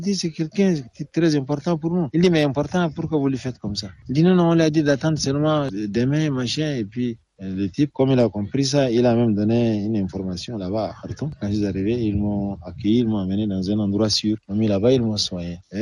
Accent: Chad; Je leur ai dit que moi, je suis un sudiste du Tchad. Je suis le seul ici.

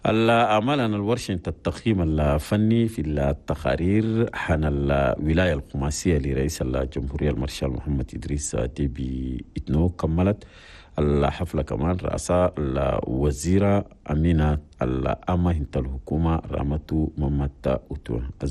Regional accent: Chad; بلدنا تشاد

